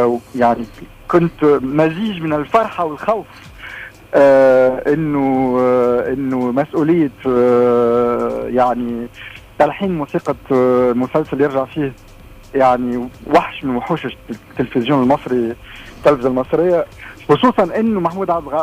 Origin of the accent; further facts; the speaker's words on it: Tunisia; كي كنت صغير كنت في تونس